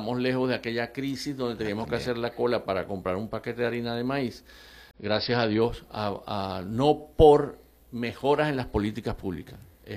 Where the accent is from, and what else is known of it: Venezuela